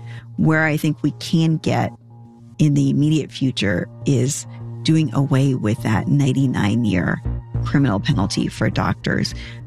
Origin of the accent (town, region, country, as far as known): Brownsville, Texas, United States; born or raised there